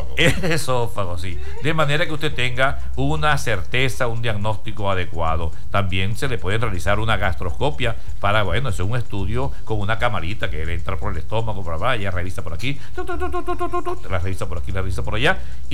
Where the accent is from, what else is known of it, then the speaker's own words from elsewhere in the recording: Venezuela; el béisbol venezolano nuestro